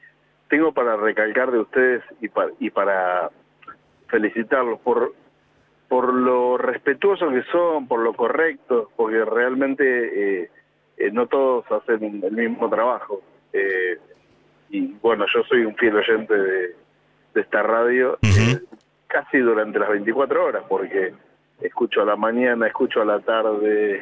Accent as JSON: {"language": "Spanish", "town": "Mar del Plata", "region": "Buenos Aires Province", "country": "Argentina", "tie": "born there", "said": "Nací en Mar del Plata, vivo en Mar del Plata..."}